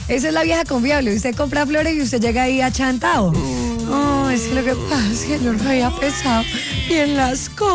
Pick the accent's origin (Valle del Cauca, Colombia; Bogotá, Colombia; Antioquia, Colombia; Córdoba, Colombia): Valle del Cauca, Colombia; Cali; nosotros que crecimos en Cali